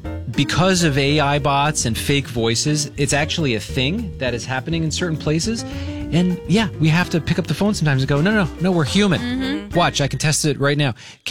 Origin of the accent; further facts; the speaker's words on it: New York, United States; I'm from the New York area, okay?